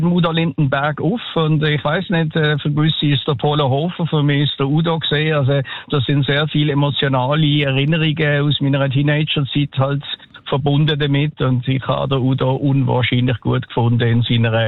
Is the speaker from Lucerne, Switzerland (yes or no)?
yes; Lucerne, Switzerland; hat mich gefragt, wo ich herkomme. Und er hat gesagt, aus Luzern.